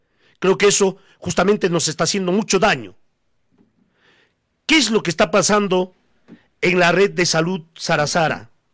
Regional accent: Coracora, Ayacucho, Peru; mi pueblo de Coracora.

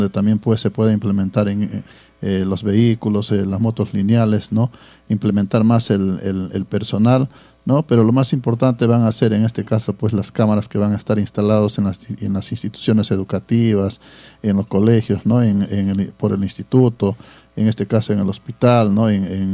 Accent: Villa Rica, Pasco, Peru; los tres candidatos somos prácticamente de Villarrica

